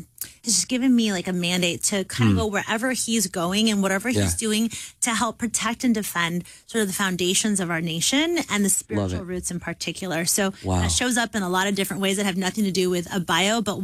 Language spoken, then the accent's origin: English; United States